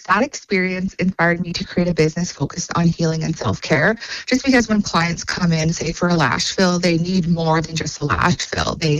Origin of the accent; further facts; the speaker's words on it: Hay River, Northwest Territories, Canada; Yes, I'm originally from Hay River, Northwest Territories.